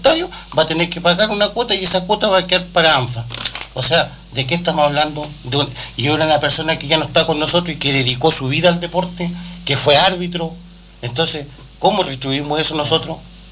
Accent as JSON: {"language": "Spanish", "country": "Chile", "tie": "born or raised there", "said": "yo soy una persona que soy nacido y criado acá en Lancoyeque."}